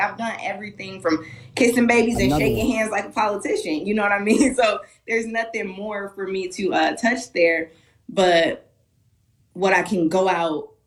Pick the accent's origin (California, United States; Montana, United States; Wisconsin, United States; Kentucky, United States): Wisconsin, United States; Milwaukee; moved away as an adult; now in Las Vegas, United States; I'm from Milwaukee's North Side. My parents weren't rich. You know, they were working class people.